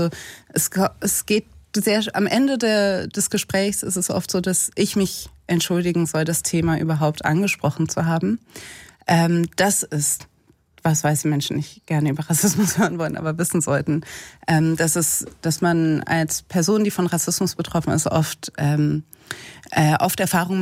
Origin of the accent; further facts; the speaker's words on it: Cologne, North Rhine-Westphalia, Germany; Und ich bin in Köln aufgewachsen als Kind von einer Afroamerikanerin und einem Vater aus Düsseldorf, einen weißen Deutschen.